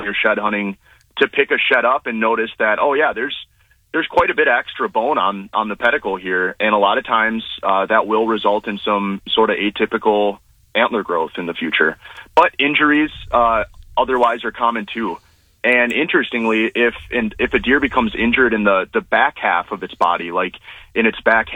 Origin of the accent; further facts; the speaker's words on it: Wisconsin, United States; moved away; I grew up in Wisconsin